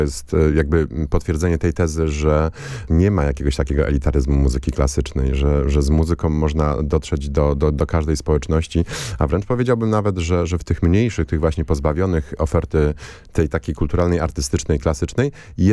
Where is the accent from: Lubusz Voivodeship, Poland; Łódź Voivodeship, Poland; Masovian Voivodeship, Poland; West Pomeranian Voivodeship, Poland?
Lubusz Voivodeship, Poland; Zielona Góra; Ja osobiście pochodzę z Zielonej Góry, uwielbiam to miasto